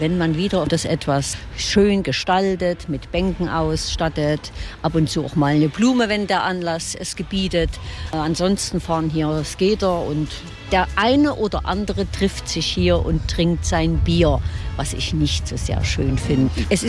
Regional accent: Chemnitz, Saxony, Germany; Es ist auch meine Heimatstadt. Allerdings bin ich nicht in Chemnitz geboren, sondern in Karl-Marx-Stadt.

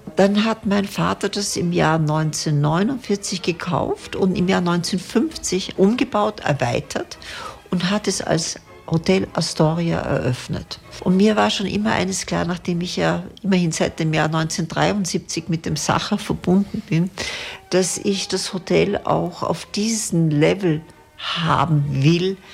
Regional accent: Vienna, Austria; moved away as an adult; now in Seefeld, Austria; ich bin Wienerin, ich war in der Schule in Wien, ich habe studiert in Wien, da kenne ich wahnsinnig viele Leute. Und Tirolerisch kann ich leider immer noch nicht

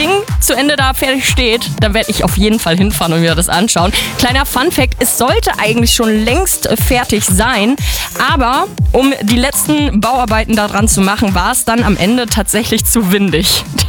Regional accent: Mecklenburg-Vorpommern, Germany; Wahrscheinlich kommt das irgendwie aus meiner Heimat Mecklenburg-Vorpommern.

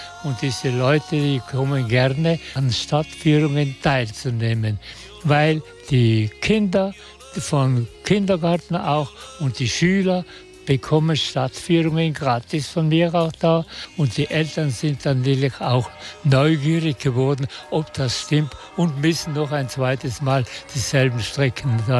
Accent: Bruneck, Trentino-Alto Adige, Italy; Ich bin aus Bruneck da.

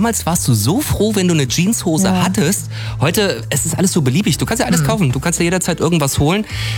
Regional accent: Thuringia, Germany; Ich als Thüringer

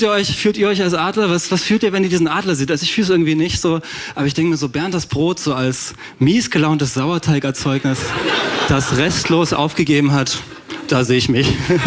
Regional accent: Jena, Thuringia, Germany; Vor allem, ich komme aus Jena und das klingt ja so schön, ja, so fast französisch, so richtig.

